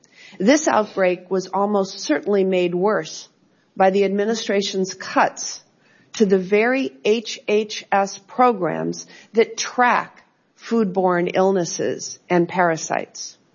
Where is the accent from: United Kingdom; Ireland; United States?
United States; Wisconsin; including about 160 cases in my home state of Wisconsin